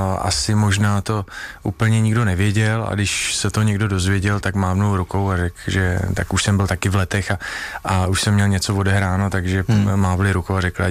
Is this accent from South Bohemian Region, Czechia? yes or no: yes; České Budějovice, South Bohemian Region, Czechia; já jsem se učil německy odmala, protože jsem vyrůstal v Českých Budějovicích a to bylo blíž k tomu Rakousku